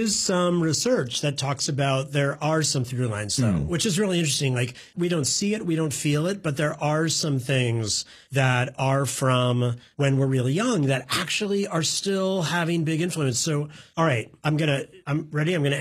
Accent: New York, United States; It's so weird to go there because I grew up on Long Island.

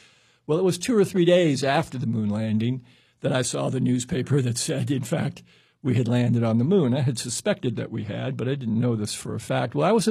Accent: Greenville, Mississippi, United States; born there; I was born in Greenville, Mississippi.

